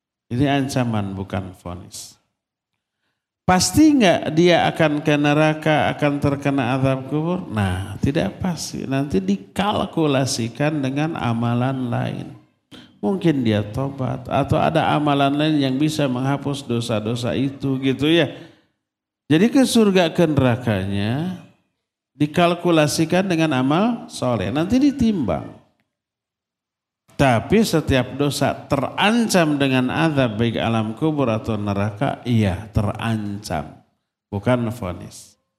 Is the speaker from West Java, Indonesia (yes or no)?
yes; Selacau, West Java, Indonesia; di desa saya itu ada Selacau